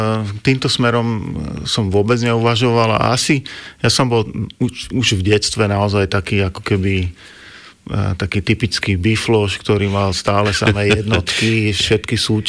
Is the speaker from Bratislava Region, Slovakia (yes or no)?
yes; Malacky, Bratislava Region, Slovakia; accent: Záhorie dialect; first language Záhorie dialect; also born or lived in Berlin; dá sa tak povedať, že som vlastne rodák a keďže je to taká výhodná poloha vzhľadom k Bratislave, tak vlastne nie je problém dochádzať do Bratislavy, takže som nikdy nemal vlastne potrebu sa odsťahovať alebo presťahovať do Bratislavy.